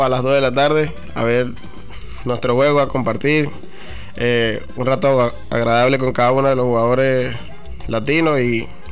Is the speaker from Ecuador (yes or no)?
no; Venezuela; now in West Michigan, United States; vengo de Venezuela también